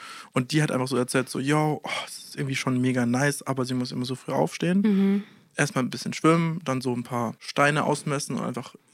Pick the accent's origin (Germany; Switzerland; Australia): Australia; German is a second language; Also ich bin aus Australien wirklich weit weg. Das ist nicht so 3 Stunden in eine andere Stadt fahren, das ist wirklich weit weg.